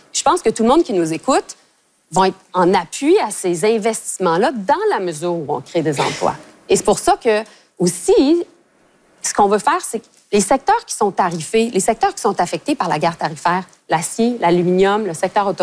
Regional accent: Montreal, Quebec, Canada; Bien, moi, je suis montréalaise, là.

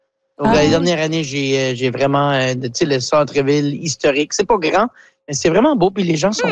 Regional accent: New Brunswick, Canada; je viens du sud-est du Nouveau-Brunswick, puis je vais relancer Mère un peu aussi. C'est peut-être à cause j'étais un peu sheltered de mon enfance en tant qu'Acadien

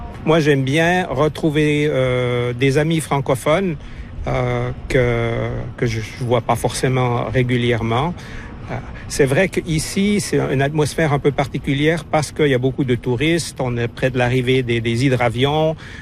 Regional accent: Fribourg, Switzerland; moved away as an adult; now in Victoria, Canada; Ça fait 46 ans que je suis en fait à Victoria, 47 que je suis au Canada. Je viens de Suisse, de la Suisse francophone, la Suisse romande, canton de Fribourg.

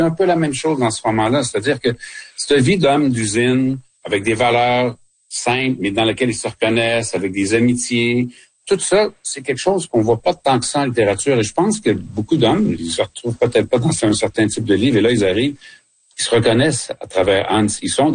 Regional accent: Quebec, Canada; c'est pas le système qu'on a chez nous au Québec, ça c'est clair.

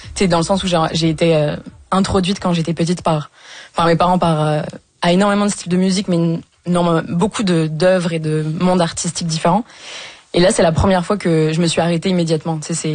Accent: Poitiers, Nouvelle-Aquitaine, France; Moi, j'ai grandi à Poitiers. Au collège, on écoutait énormément de rap dans la cour de récré.

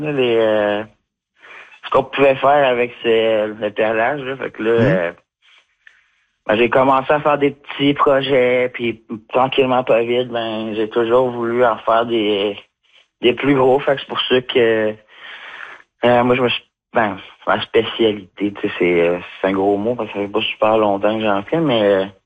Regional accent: Quebec City, Quebec, Canada; Tu sais, moi, j'ai grandi à Québec, mm-hmm. puis c'est ma mère qui vient de Pessamit, moi, j'ai grandi à Québec

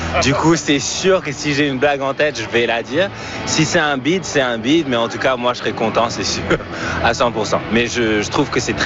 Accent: France; now in Vancouver, Canada; mais en tant que Français qui est arrivé au Canada et tout ça

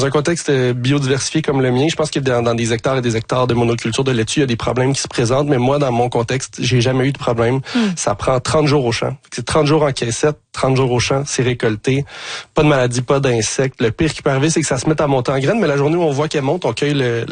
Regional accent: Montreal, Quebec, Canada; J'ai grandi à Ville-Saint-Laurent, à Montréal.

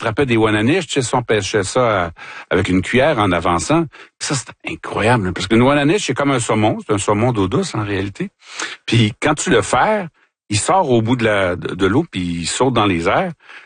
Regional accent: Sorel, Quebec, Canada; born or raised there

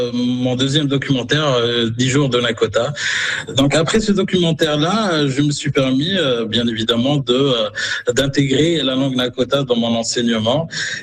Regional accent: Casablanca, Casablanca-Settat, Morocco; first language Arabic and French; moved away as an adult; now in Regina, Canada; puisque je viens de Casablanca et tout, du Maroc et tout, je suis bilingue depuis le début, j'ai envie de dire, entre l'arabe et le français. C'est vrai qu'en me déplaçant à Regina en 2012, j'ai dû aussi apprendre l'anglais.

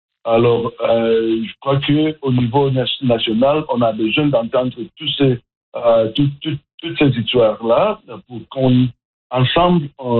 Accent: Atlantic Canada, Canada; comme vous le savez, moi, je suis de l'Atlantique

